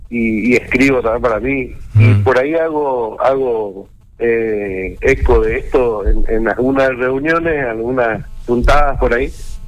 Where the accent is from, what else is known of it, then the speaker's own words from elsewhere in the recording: Corrientes, Argentina; En Corrientes tenemos destacados festivales